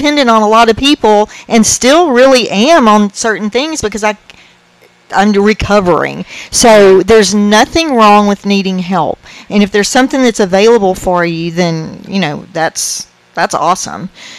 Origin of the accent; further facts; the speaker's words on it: Texas, United States; we're from Texas